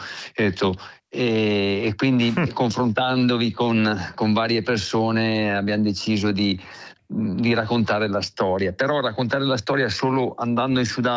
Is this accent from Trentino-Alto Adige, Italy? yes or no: yes; Trentino-Alto Adige, Italy; il Trentino è la mia terra